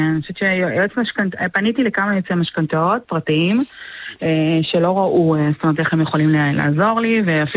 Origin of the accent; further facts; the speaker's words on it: Rishon LeZion, Central District, Israel; אני מראשון.